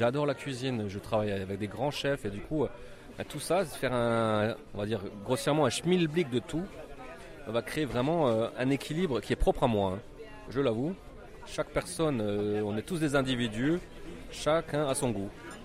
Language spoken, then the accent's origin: French; Grand Est, France; accent: Alsatian; je suis alsacien, peut-être ça s'entend